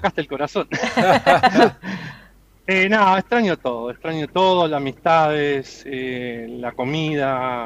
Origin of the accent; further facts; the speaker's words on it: Paraná, Entre Ríos, Argentina; also born or lived in Buenos Aires / New York; now in Miami, United States; Me crié en Paraná